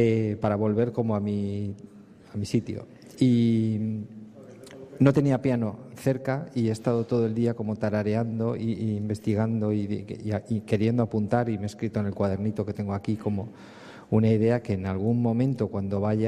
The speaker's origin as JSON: {"language": "Spanish", "region": "Cantabria", "country": "Spain"}